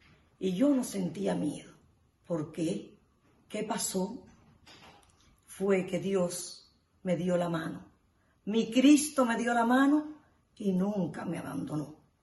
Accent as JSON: {"language": "Spanish", "country": "Cuba", "tie": "born or raised there", "said": "Soy nacida en Cuba … Desde muy pequeña, ellos me enseñaron el amor a Dios y a su palabra."}